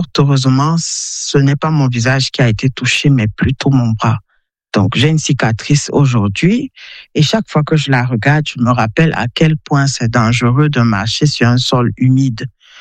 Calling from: Yaoundé, Centre, Cameroon; j'ai 40 ans, j'appelle depuis Yaoundé.

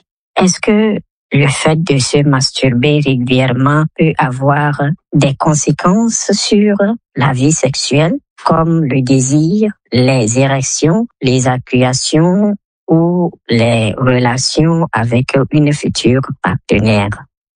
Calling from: Togo; J'ai 34 ans et je vis à Diokopé, dans la préfecture de Vaud, au Togo.

